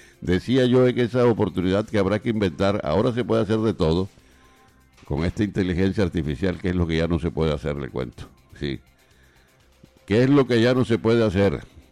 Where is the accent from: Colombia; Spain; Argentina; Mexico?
Colombia